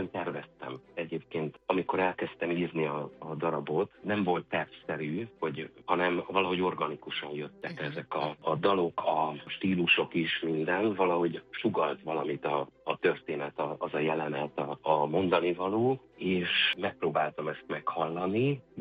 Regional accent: Hungary; és összenéztünk mi 7000 magyarok ott

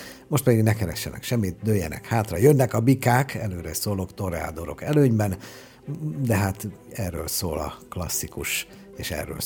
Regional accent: Budapest, Hungary; pestiek vagyunk

